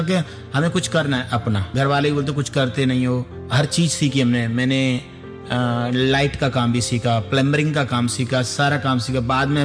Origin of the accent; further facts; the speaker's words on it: Dholpur district, Rajasthan, India; ये हमारा गांव पड़ता है धौलपुर डिस्ट्रिक्ट में, मनिया के पास एक चैना का पूरा गांव है।